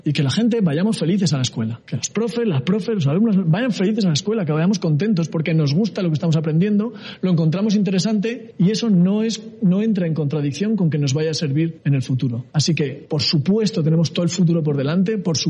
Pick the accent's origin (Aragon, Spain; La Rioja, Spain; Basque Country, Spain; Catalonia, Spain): La Rioja, Spain; Logroño; no había informática en Logroño, de donde yo soy